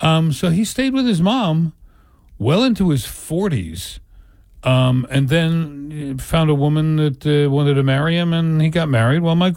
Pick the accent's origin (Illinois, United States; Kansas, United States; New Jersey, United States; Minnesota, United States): New Jersey, United States; Delran; I lived behind a family that had four boys when I was growing up in Delran